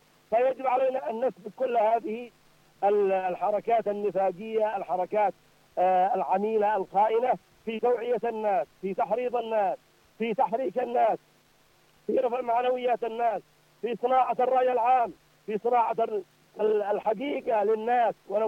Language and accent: Arabic; Yemen; فنحن كشعب يمني